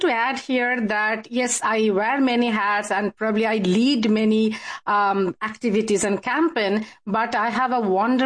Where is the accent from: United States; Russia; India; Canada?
India; moved away as an adult; I came from India about 30 years ago, and I've been associated with Maitri for over 15 years now.